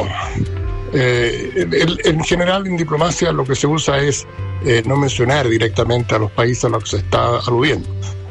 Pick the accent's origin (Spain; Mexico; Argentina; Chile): Chile